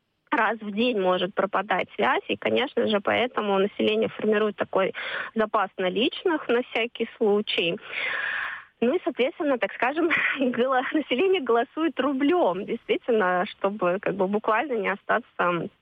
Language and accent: Russian; Moscow, Russia; Мы с вами, москвичи, тоже прекрасно знаем